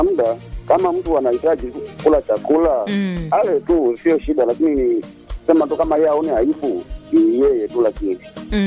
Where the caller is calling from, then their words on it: Iringa, Tanzania; Natokea Iringa vijijini kabisa hapa.